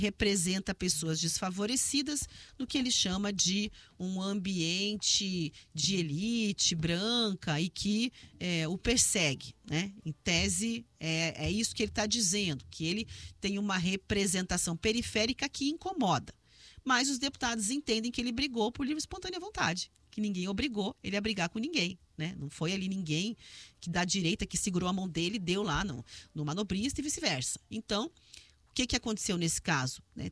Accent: Paraná, Brazil; nós aqui, enquanto paranaenses, né, que pagamos impostos

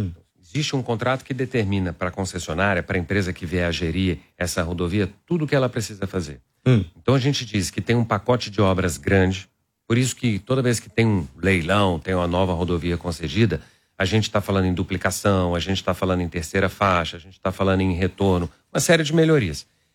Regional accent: Belo Horizonte, Minas Gerais, Brazil; Eu sou mineiro, de Belo Horizonte

